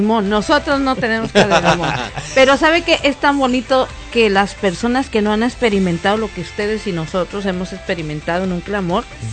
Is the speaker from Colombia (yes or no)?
no; Mexico; moved away; Yo, por ejemplo, soy mexicana.